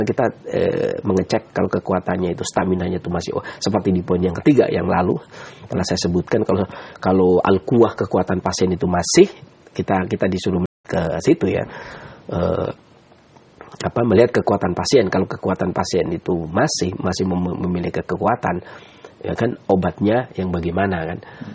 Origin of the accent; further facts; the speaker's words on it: Pemalang, Central Java, Indonesia; born there; also born or lived in Cilacap / Purwokerto; saya lahir di Pemalang, berarti saya punya tabiat Pemalang. Pantai, kemudian saya tinggal di Cilacap sekitar 5 tahun lebih, berarti saya punya mizaj Cilacap